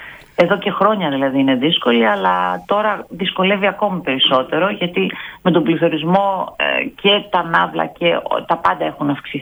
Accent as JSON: {"language": "Greek", "town": "Veria", "region": "Central Macedonia", "country": "Greece", "said": "Εγώ κατάγομαι από τη Βέρεια."}